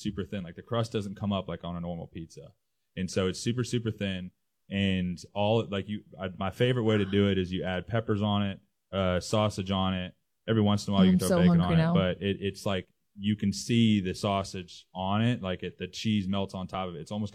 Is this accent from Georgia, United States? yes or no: yes; Atlanta, Georgia, United States; so my family is, I'm from Atlanta.